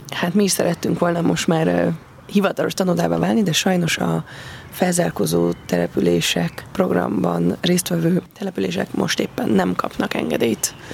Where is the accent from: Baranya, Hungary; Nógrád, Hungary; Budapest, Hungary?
Budapest, Hungary; Májra Remetén nőttem föl